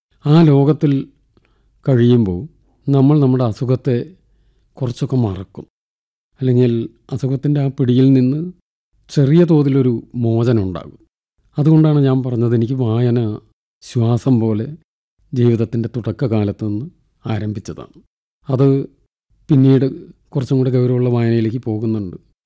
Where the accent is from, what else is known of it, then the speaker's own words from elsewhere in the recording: Eyyal, Kerala, India; ഞാൻ 61 ജനിച്ചത്. തൃശ്ശൂർ ജില്ലയിൽ കുന്നംകുളത്തിനടുത്ത് എയ്യാൽ എന്ന് പറയുന്നൊരു ചെറിയ ഗ്രാമത്തിൽ. ഇന്നത്തെ സൗകര്യങ്ങളൊന്നും ഇല്ലാത്തൊരു കാലമാണ്. എൻ്റെ ഗ്രാമം വൈദ്യുതി ഇല്ലാത്ത സ്ഥലമാണ്.